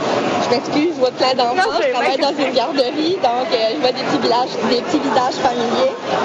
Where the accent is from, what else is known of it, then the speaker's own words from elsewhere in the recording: New Brunswick, Canada; moved away as an adult; now in Moncton, Canada; originaire de la péninsule acadienne, à Moncton environ depuis une quinzaine d'années.